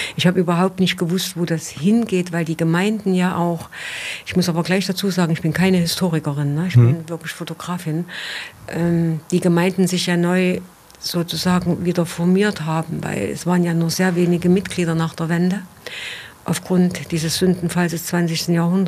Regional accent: Leipzig, Saxony, Germany; born there; moved away as an adult; also born or lived in Bielefeld; bin 1957 geboren in Leipzig

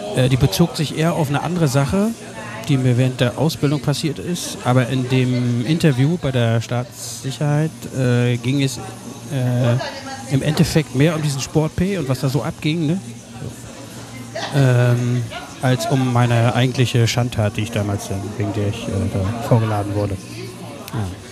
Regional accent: Ribnitz-Damgarten, Mecklenburg-Vorpommern, Germany; Ich bin ursprünglich Ribnitzer.

